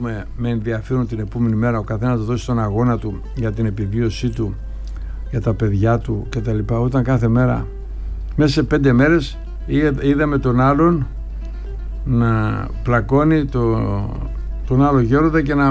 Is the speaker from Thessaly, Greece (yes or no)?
yes; Karditsa, Thessaly, Greece; εγώ μεγάλωσα στην Καρδίτσα, φίλε. Όλοι γνωριζόμασταν.